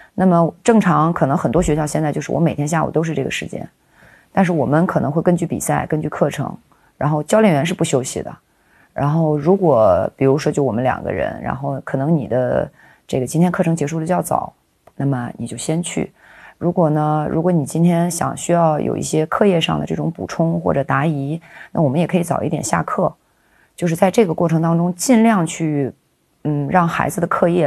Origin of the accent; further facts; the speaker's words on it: Northwest China, China; 那么我是西北长大的